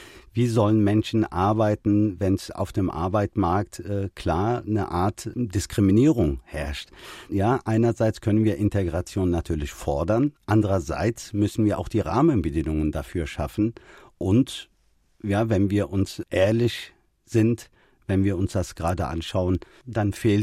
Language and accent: German; Germany; Ich gehöre in diese Gesellschaft. Ich bin Deutscher, aber ich habe auch eine Identität. Ja, das kann die türkische, arabische, kurdische Identität sein.